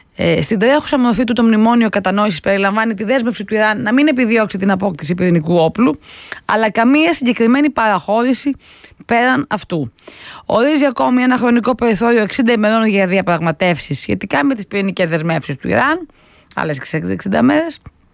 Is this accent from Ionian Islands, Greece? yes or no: yes; Lefkada, Ionian Islands, Greece; Σήμερα και αύριο γιορτάζει το νησί μου, η πατρίδα μου, η Λευκάδα.